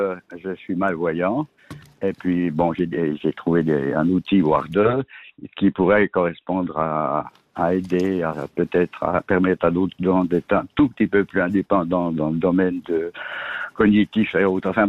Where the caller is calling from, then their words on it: Châtel, Switzerland; j'habite à Châtel